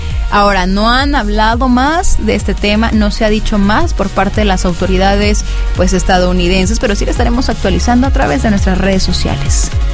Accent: Mexico; para todas y todos nosotros como mexicanos

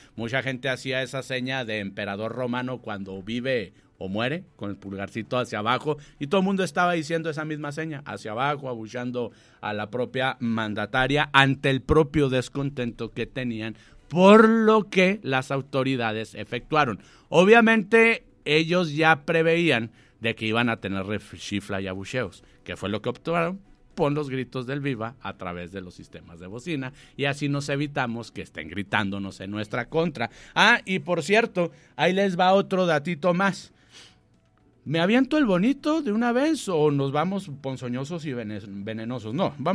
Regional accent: Mexico; nosotros como mexicanos

